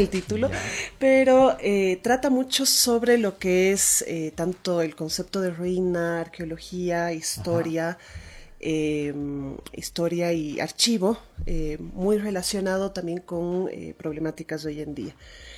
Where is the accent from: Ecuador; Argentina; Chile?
Ecuador; Quito, Pichincha; also born or lived in La Paz, Bolivia; Yo soy nacida en La Paz, en Bolivia, pero he crecido acá en Quito. Mi padre es ecuatoriano, entonces, y yo crecí acá en Quito.